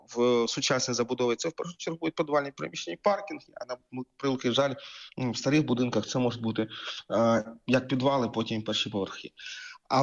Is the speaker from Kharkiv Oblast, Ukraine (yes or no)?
yes; Kharkiv, Kharkiv Oblast, Ukraine; як, наприклад, в моєму рідному Харкові мають очисні споруди.